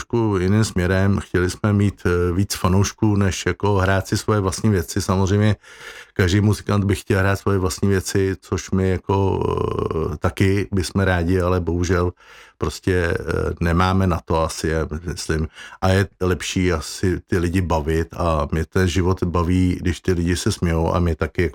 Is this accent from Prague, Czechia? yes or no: no; Plzeň, Plzeň Region, Czechia; můj soused, přímý soused, kde jsem vyrůstal v Berlíně na Lochodině, tak byl kytarista Pepa Udlich.